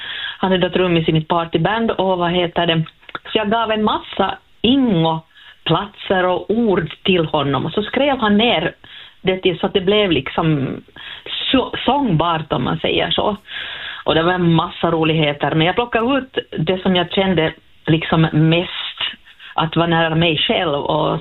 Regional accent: Sweden; first language Swedish; i och med att svenska är mitt modersmål och så här, så att man sen ändå använder det lite här och där

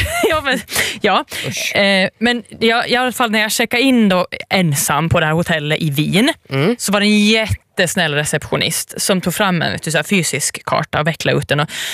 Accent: Åland Islands; moved away; also born or lived in Zürich; Jag har varit i Wien och jag har varit i Zürich och sen har jag ju varit hemma på Åland också. Men när jag är på Åland så är jag ju hemma.

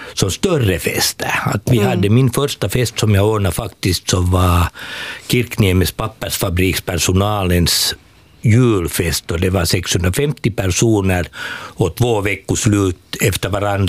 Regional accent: Ostrobothnia, Finland; det här hemma som jag är från Österbotten

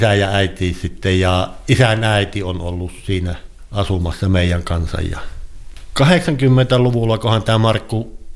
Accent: Ilomantsi, North Karelia, Finland; minä olen siellä syntynyt ja 15 vuotta olin tuossa Ilomantsissa asuin, kun kävin reissuhommissa muutaman vuoden tuolla Helsingissä kulkemassa. Ja sitten 2010 muutettiin tuohon minun kotipaikalle

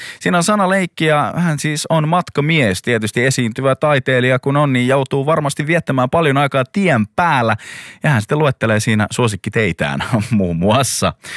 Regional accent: Helsinki, Uusimaa, Finland; kasvoin sen varrella tuolla Pohjois-Helsingissä.

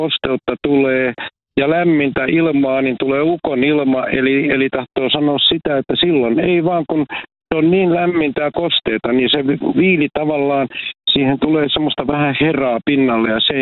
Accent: Ruovesi, Pirkanmaa, Finland; now in Vihti, Finland; mä oon maalta lähtöisin Luovedeltä ja asun edelleen maalla Vihdin kirkonkylässä.

